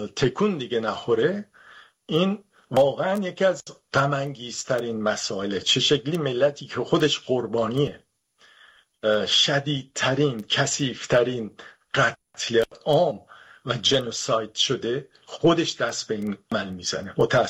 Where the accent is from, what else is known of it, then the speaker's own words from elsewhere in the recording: Iran; به عنوان یک ایرانی که ما در این فرهنگ رشد کردیم، در این فرهنگ رشد کردیم.